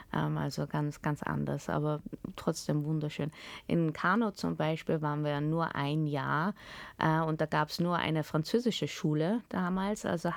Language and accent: German; Austria; born or raised there